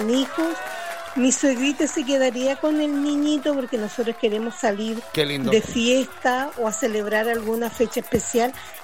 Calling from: Chile; vivo en Chile

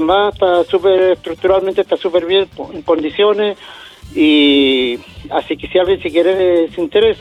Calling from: Chiguayante, Biobío, Chile; De Chihuayante.

